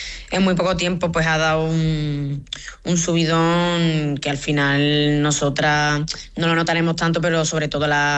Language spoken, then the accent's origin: Spanish; Rota, Andalusia, Spain; Rota, mi pueblo, siempre me he sentido muy, muy querida y pues a ver qué te digo, el sitio donde he nacido, donde me he criado, donde pues he ido creciendo tanto futbolísticamente como personalmente y nunca me falta apoyo de allí.